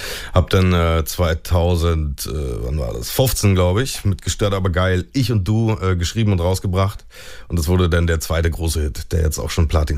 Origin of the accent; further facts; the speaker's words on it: Rostock, Mecklenburg-Vorpommern, Germany; born there; also born or lived in Berlin; Ich bin in Rostock geboren, also in Rostock geboren und eigentlich wäre ich in Prerow geboren, an der Küste, also Fischland, Darß-Zingst, in Prerow, aber da gab es kein Krankenhaus, deswegen bin ich in Rostock geboren.